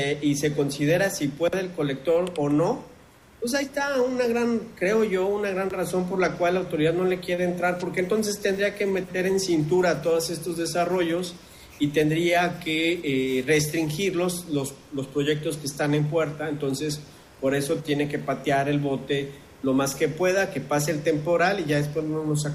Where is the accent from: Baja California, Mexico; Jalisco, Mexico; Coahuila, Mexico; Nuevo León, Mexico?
Jalisco, Mexico; Guadalajara